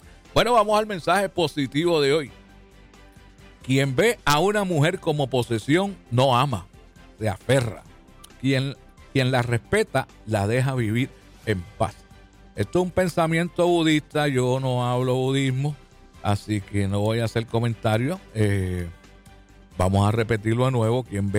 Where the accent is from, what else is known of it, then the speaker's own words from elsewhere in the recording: Luquillo, Puerto Rico; Yo soy de Luquillo allá representando a los Comecoco.